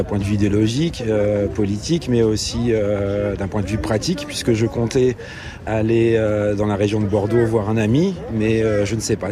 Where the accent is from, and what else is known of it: Brussels, Brussels-Capital Region, Belgium